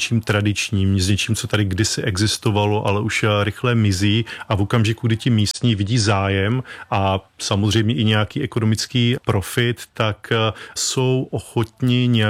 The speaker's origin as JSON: {"language": "Czech", "town": "Opava", "region": "Moravian-Silesian Region", "country": "Czechia"}